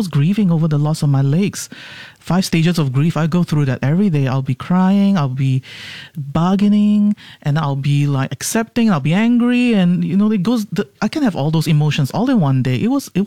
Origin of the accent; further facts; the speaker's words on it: Singapore; I mean, I grew up in Singapore, of course.